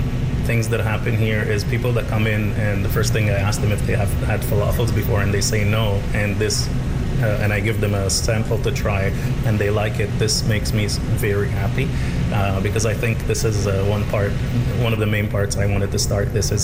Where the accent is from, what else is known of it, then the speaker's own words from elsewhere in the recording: Cairo, Cairo Governorate, Egypt; moved away; I'm from Egypt and from Cairo